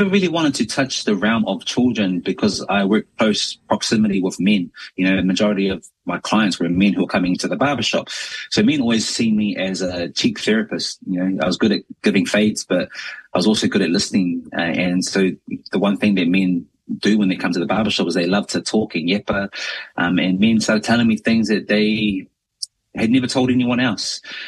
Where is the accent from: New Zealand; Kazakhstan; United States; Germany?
New Zealand; Christchurch, Canterbury; also born or lived in Auckland, New Zealand; I am New Zealand-born Samoan. I was born in Tamaki Makaurau, Okilangi, Auckland, South Auckland, Mangere, to be exact, but raised down in the mighty home of the Crusaders, Christchurch, Ōtautahi. My parents come from Samoa